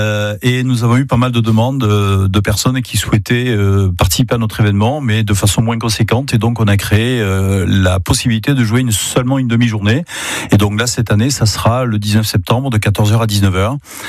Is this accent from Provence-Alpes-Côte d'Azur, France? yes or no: yes; Provence-Alpes-Côte d'Azur, France; moved away as an adult; also born or lived in Nord, France; je suis natif de la région. J'y suis allé très souvent étant enfant.